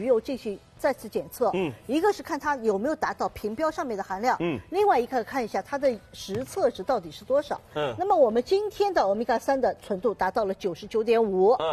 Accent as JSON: {"language": "Chinese", "country": "China", "said": "我们中国人其实吃深海鱼的，如果不是沿海城市，吃的比较少"}